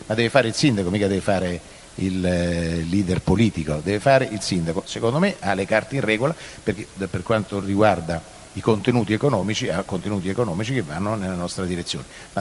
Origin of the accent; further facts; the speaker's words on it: Rome, Lazio, Italy; Sì, siamo romani